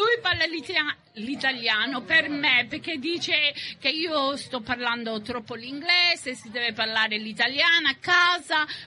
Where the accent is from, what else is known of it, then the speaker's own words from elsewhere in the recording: Bagnara Calabra, Calabria, Italy; born there; Nata in Calabria, Reggio Calabria.